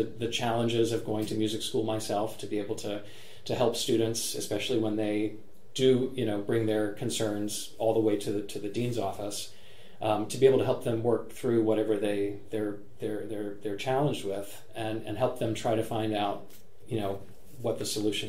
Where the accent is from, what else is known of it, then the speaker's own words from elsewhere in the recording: North Carolina, United States; I came up from North Carolina for two of the summer programs that were here.